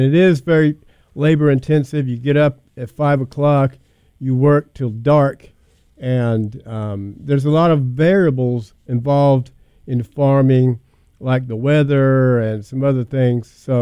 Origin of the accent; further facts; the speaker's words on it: North Carolina, United States; I'm from North Carolina. We had 40 acres.